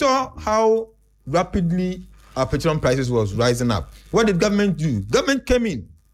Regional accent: Ghana; I am a Ghanaian.

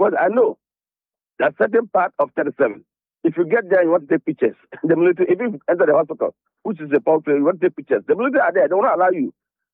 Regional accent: Ghana; is a Ghanaian citizen.

